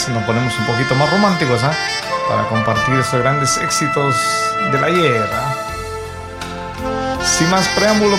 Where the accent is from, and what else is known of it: Peru